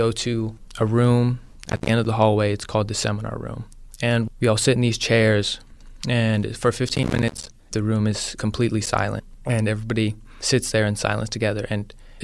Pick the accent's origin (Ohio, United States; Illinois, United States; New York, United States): Ohio, United States; Barnesville; from Barnesville, Ohio. Freshman year was a big learning experience across the board. I came from a public school at Barnesville, small little town